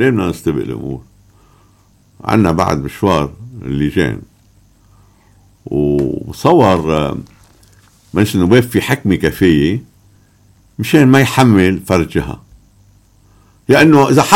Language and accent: Arabic; Lebanon; نحن كلبنانيين